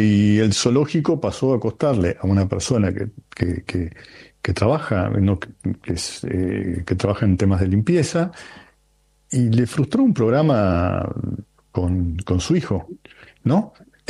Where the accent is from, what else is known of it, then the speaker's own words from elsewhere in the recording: Argentina; Lo que a mí no me parece bien es la diferenciación que se hace en muchos lugares entre los que somos argentinos y extranjeros